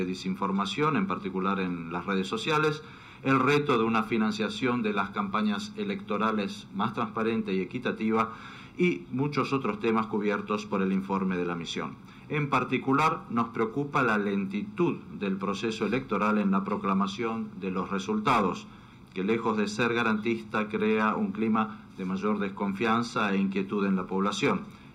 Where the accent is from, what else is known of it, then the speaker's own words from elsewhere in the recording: Croatia; Yo vengo de Croacia.